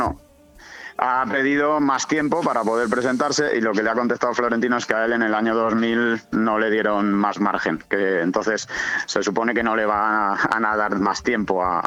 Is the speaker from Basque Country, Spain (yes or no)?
no; Albatera, Valencian Community, Spain; Yo sabes que soy de Albatera.